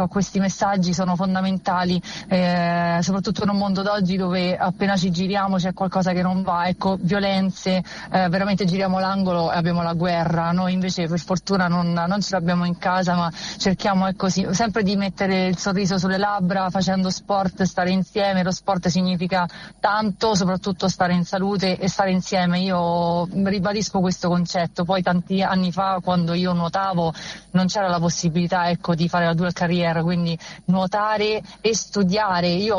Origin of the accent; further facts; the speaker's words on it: Rome, Lazio, Italy; tornare da dove sono nata e cresciuta nel Foro Italico di Roma